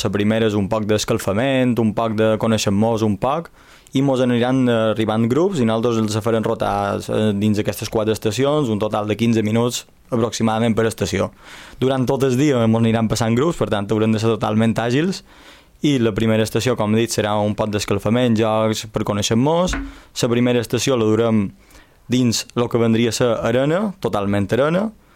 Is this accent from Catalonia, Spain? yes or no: no; Santa Margalida, Balearic Islands, Spain; Jo som de Santa Margalida.